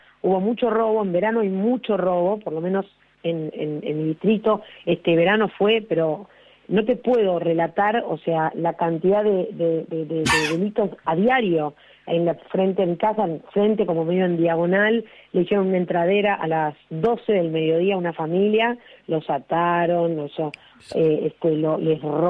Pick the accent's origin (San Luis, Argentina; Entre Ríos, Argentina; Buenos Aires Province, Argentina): Buenos Aires Province, Argentina; Quilmes; es lo que yo conozco, que es mi distrito, donde vivo desde que nací, porque si bien, o sea, yo nunca me fui de Quilmes, y el barrio cerrado en el que viví también era en Quilmes.